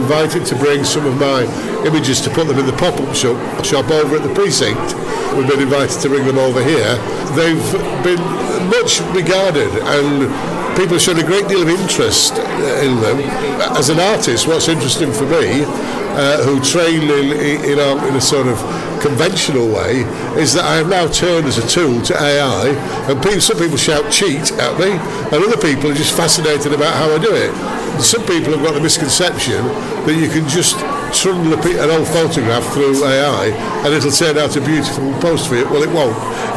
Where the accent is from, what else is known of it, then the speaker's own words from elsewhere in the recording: Dewsbury, Yorkshire and the Humber, United Kingdom; moved away; Born and bred in Dewsbury, and I'm 70 next week.